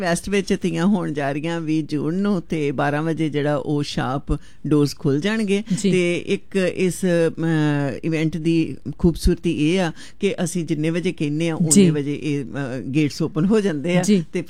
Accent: Punjab, India; now in Australia

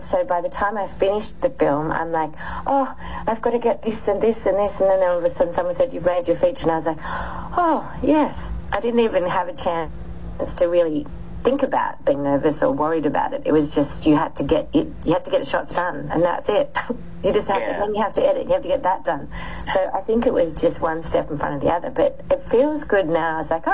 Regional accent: Australia; being an Australian woman and working in the film industry

